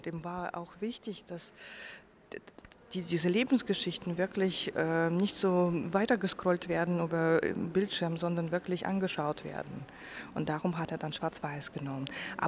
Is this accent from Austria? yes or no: no; Russia; now in Germany; ich komme ja aus Russland